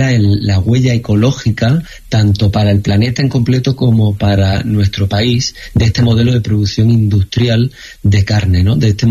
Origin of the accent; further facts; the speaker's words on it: Jaén, Andalusia, Spain; Y para que se entienda, soy de Jaén y de familia que ha trabajado el campo, ¿no?